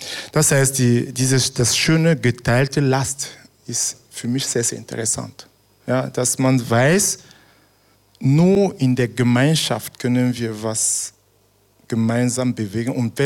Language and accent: German; Cameroon; moved away; ich bin in Kamerun aufgewachsen